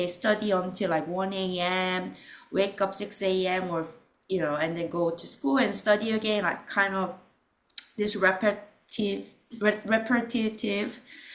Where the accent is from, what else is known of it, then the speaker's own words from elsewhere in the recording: Seoul, South Korea; moved away as an adult; now in New York, United States; So I born in Seoul in Korea, and what I'm thinking about Korea, I was in Korea until my undergraduate.